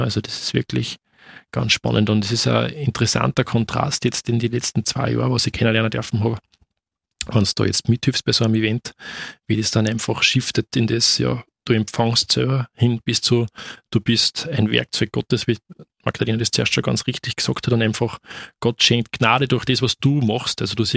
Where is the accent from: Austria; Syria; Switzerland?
Austria; Upper Austria; ich komme aber eher aus dem Bereich Welsland, also ich bin jetzt auch kein gebürtiger Linzer.